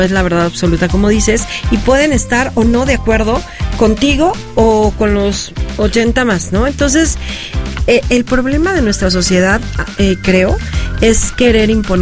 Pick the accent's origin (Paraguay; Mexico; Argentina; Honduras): Mexico; Tehuixtla, Morelos; De Tehuixtla, para ser exacto. Yo soy de Tehuixtla